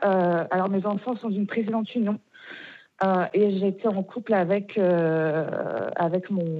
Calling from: Bordeaux, Nouvelle-Aquitaine, France; Alors, j'habite en Gironde, à Bordeaux.

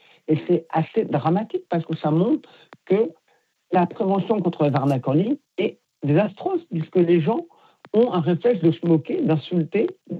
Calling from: Paris, Île-de-France, France; De Paris.

